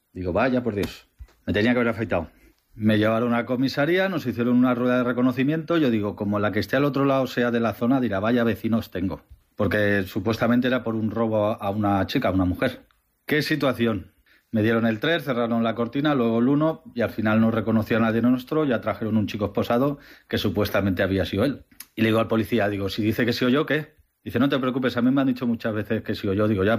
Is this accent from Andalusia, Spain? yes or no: no; Valencia, Valencian Community, Spain